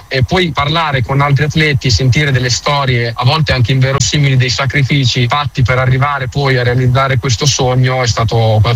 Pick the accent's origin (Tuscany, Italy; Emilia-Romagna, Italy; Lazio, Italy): Emilia-Romagna, Italy; Cesenatico; io poi sono di Cesenatico, quindi un paesino piccolo ma dove c'è una grande community di gente che gioca a beach